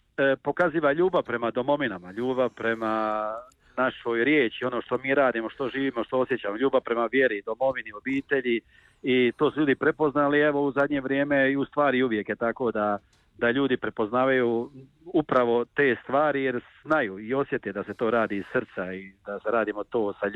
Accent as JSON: {"language": "Croatian", "town": "Kotor Varoš", "region": "Republika Srpska", "country": "Bosnia & Herzegovina", "tie": "born or raised there", "moved": "yes", "said": "Ja sam inače rodom iz Kotor Varoša, jedno od lijepog mjesta, svetišta našeg blažene Djevice Marije Sokolina"}